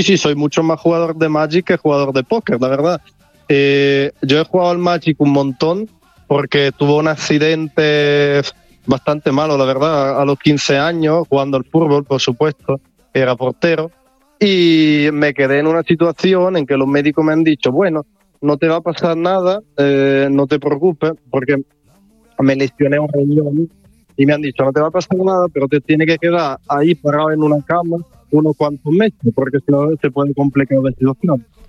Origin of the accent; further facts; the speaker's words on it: Pavia, Lombardy, Italy; Spanish is a second language; Yo soy de Pavía, que básicamente muy cerca de Milano.